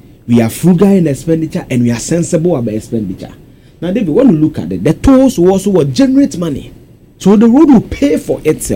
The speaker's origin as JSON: {"language": "English", "region": "Eastern Region", "country": "Ghana", "moved": "yes", "lives_now": "Kumasi, Ghana", "said": "I come from the Eastern region. I've been using this road actively in the last 12 years since I moved to Kumasi in 2014 for school and state."}